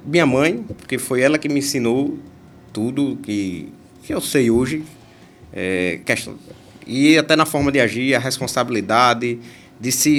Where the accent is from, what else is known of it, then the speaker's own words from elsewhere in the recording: Lagarto, Sergipe, Brazil; also born or lived in Aracaju; Filho da terra, nascido em Lagarto, nascido e criado em Lagarto.